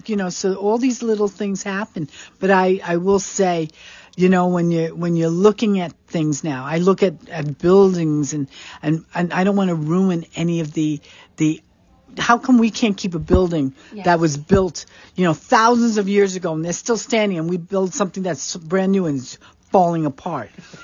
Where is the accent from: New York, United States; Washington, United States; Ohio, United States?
New York, United States; New York City; I grew up in New York. That's so big, and you know, it's a small city in one sense, but it's a lot of people.